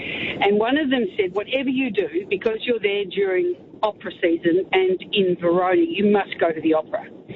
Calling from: Australia; where are you from? We said, Australia.

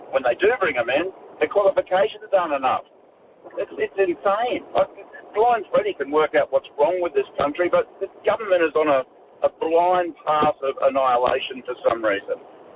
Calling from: Queensland, Australia; I'm in North Queensland. I'm actually driving down to New South Wales

